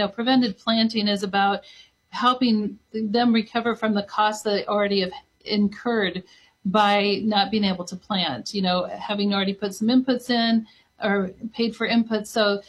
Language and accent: English; Iowa, United States; As farmers, and I'm a farmer from Iowa, so I can speak to the farmers in Iowa.